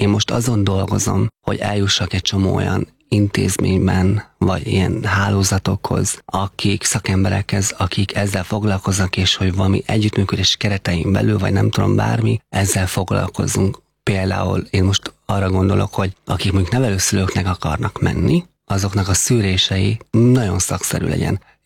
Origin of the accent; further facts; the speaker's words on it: Heves, Hungary; moved away; Én Heves megyében nőttem föl.